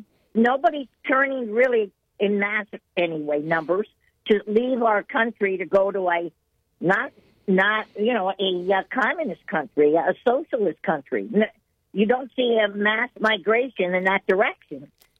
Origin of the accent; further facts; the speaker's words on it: Pennsylvania, United States; now in Ohio, United States; I'm from Central PA originally.